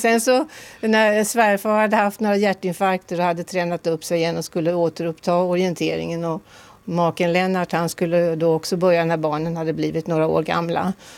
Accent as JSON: {"language": "Swedish", "town": "Södertälje", "region": "Stockholm County", "country": "Sweden", "tie": "born or raised there", "moved": "yes", "said": "Och jag är uppvuxen i Södertälje, men det är 60 år sedan jag bodde där."}